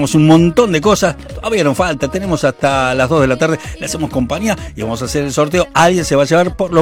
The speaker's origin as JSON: {"language": "Spanish", "town": "Lomas de Zamora", "region": "Buenos Aires Province", "country": "Argentina", "said": "Soy de Lomas, pero yo primero, lo dije alguna vez, yo primero soy de Lomas y después de todo lo demás."}